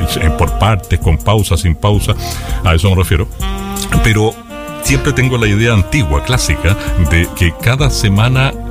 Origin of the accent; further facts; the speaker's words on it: Chile; lo voy a decir bien en chileno